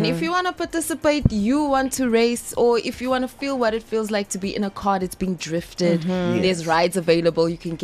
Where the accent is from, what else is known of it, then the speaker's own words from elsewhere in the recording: Johannesburg, Gauteng, South Africa; I'm half Swati, half Indian. I'm from El Dorado Park.